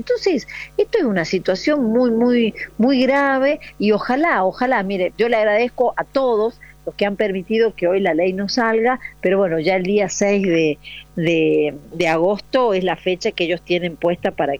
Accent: La Rioja, Argentina; yo soy de La Rioja, estoy acá

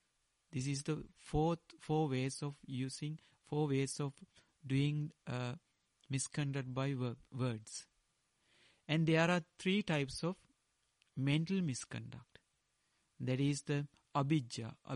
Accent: Sri Lanka; first language Sinhala; English is a second language; I learned the in Dhamma in Pali, directly in Pali, or in my mother language in Sinhala.

